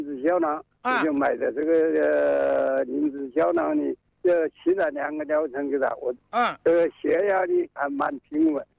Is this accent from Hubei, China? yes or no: yes; Xiantao, Hubei, China; 我是啊，仙桃国货镇。